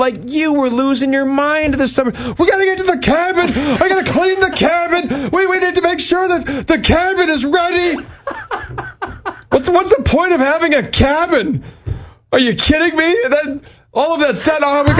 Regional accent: Vancouver, British Columbia, Canada; now in Saskatchewan, Canada; I grew up, I know it's horrible, but I grew up in Vancouver

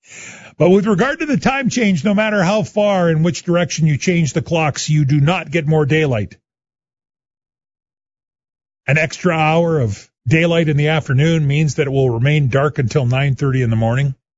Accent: Saskatchewan, Canada; I can't say I'm experienced because I grew up in Saskatchewan, although I did live in Alberta for a year.

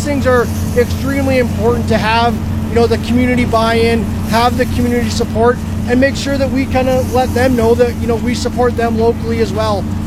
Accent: Saskatoon, Saskatchewan, Canada

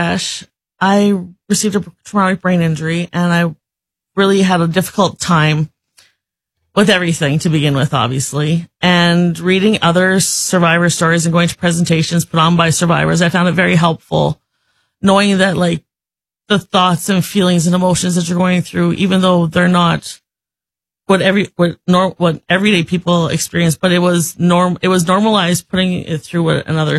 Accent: Regina, Saskatchewan, Canada; That is correct. Spent 47 years here almost.

